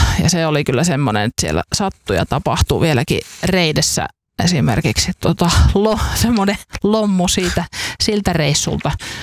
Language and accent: Finnish; Oulu, North Ostrobothnia, Finland; Mä oon Oulusta, ihan meren rannalta.